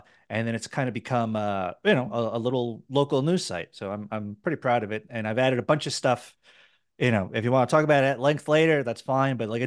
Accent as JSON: {"language": "English", "town": "New York City", "region": "New York", "country": "United States", "moved": "yes", "lives_now": "Tucson, United States", "said": "I'm from New York City"}